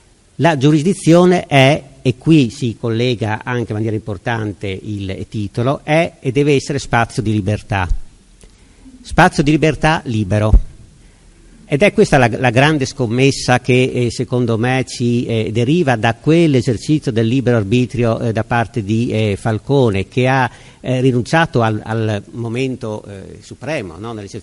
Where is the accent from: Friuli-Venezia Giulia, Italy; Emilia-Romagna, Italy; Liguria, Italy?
Friuli-Venezia Giulia, Italy; io vengo dal Friuli, vengo dai confini dell'Impero